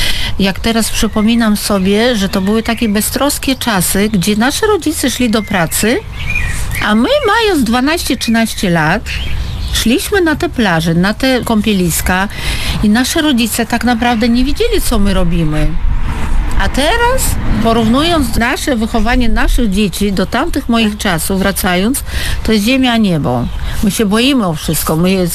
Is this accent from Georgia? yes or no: yes; Sukhumi, Abkhazia, Georgia; moved away; Jak często wracam do tego mojego dzieciństwa w Suchumi.